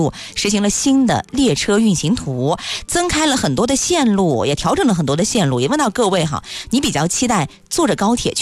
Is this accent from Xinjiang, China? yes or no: yes; Xinjiang, China; 我作为新疆人啊